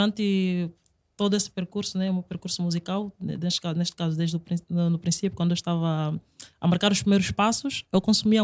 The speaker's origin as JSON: {"language": "Portuguese", "country": "Angola", "tie": "born there", "also_born_or_lived": "São Tomé", "moved": "yes", "said": "fui para Angola quando muito pequeno, tipo, fui para Angola com 9 anos."}